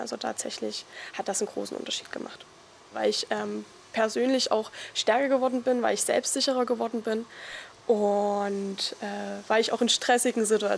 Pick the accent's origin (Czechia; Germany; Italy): Germany; Grandorf, Saxony; now in Leipzig, Germany; So ziemlich alles. Also Grandorf ist halt meine Heimat. Hier gehöre ich hin und hier komme ich auch immer wieder gerne her. Auch wenn Leipzig wunderschön ist.